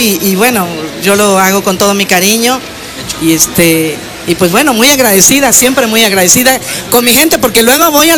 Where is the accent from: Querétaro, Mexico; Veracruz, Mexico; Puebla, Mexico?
Veracruz, Mexico; Cosamaloapan; moved away; allí en mi pueblo, en mi ciudad natal, Cosamaloapan.